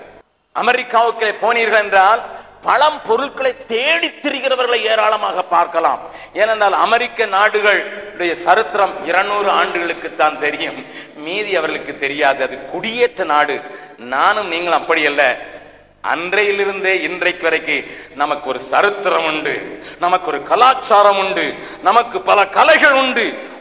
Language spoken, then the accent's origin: Tamil; India